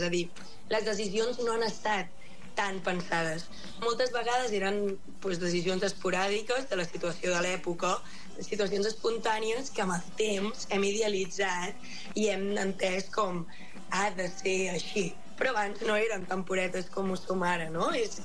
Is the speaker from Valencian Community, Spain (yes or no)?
no; Palau-solità i Plegamans, Catalonia, Spain; En el cas de Palau, que és el meu poble, tenim el Guirigall, que també és una festa que sentim molt nostrada, però no té més de 10 anys d'història.